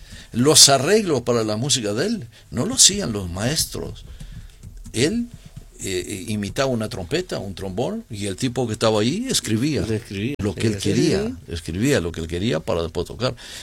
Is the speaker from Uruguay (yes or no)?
yes; Uruguay; Yo soy negro uruguayo. Soy negro uruguayo.